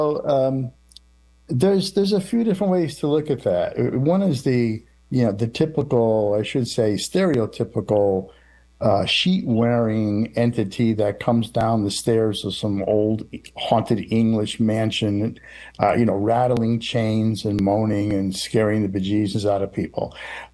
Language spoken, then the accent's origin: English; New England, United States; So, I grew up in New England, and any time you're anywhere in New England, doesn't you don't have to walk more than 5 or 6 feet before you come across some bit of history